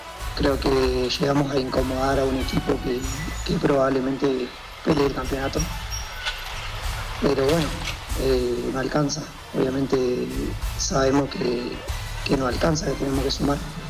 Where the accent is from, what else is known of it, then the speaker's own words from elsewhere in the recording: Argentina; Yo soy argentino, vine este año acá, mi primera experiencia en el fútbol boliviano.